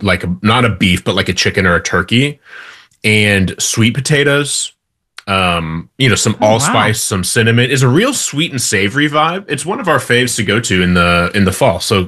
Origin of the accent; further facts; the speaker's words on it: Midwest, United States; I know you've got a lot of Midwest listeners and I'm from the Midwest.